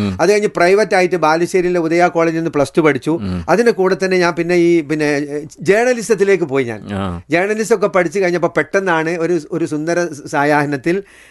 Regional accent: Thechi, Kerala, India; സത്യത്തിൽ ഞാൻ ജനിച്ചു വളർന്നപ്പോഴേ ഈ കിനാലൂർ എസ്റ്റേറ്റ് എന്ന് പറഞ്ഞ ഈ തൊഴിലാളികൾ താമസിക്കുന്ന ഇടത്ത് തെച്ചി എന്നൊരു കൊച്ചു ഗ്രാമത്തില് അവിടെ സ്ട്രീറ്റ് ലൈറ്റ് ഇല്ല, സ്കൂളുകളില്ല, ഒന്നുമില്ല.

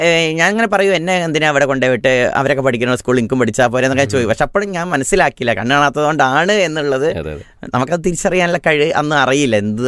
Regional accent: Koodaranji, Kerala, India; കോഴിക്കോട് ജില്ലയിലെ മലയോര മേഖലയിലെ ഒരു പ്രദേശമാണ് കൂടരഞ്ഞി. അവിടെയാണ് ജനിച്ചു വളർന്നത്.

